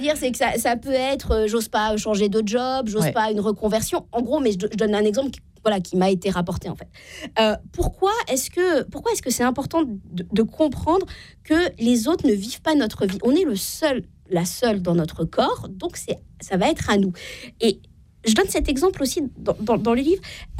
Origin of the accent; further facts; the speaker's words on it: Normandy, France; Je viens de Normandie, je peux me permettre de citer.